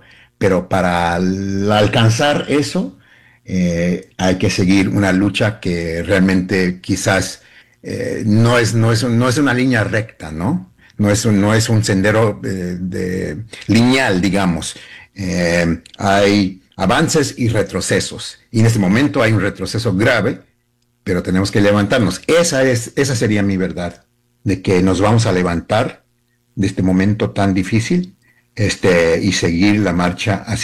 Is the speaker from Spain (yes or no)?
no; United States; born there; porque yo nací acá, hijo y nieto de migrantes de México y de El Salvador, mi verdad en decir que yo soy de Estados Unidos, estadounidense